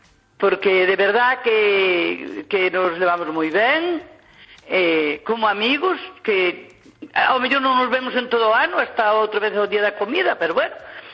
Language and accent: Galician; Teo, Galicia, Spain; now in Santiago de Compostela, Spain; E eu, como era da lá de Teio, pois ainda me tira algo para lá, a pesar de que levo 50 e moitos anos en Santiago